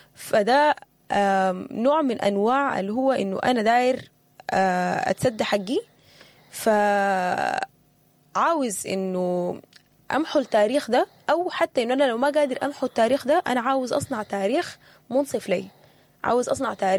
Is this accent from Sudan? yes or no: yes; Sudan; في بلدنا السودان.